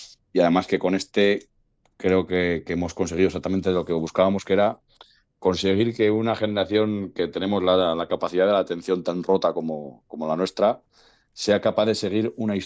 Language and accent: Spanish; Castile and León, Spain; born there; el grupo de danzas de mi pueblo, en el grupo de danzas Bieldo, de Vallarado.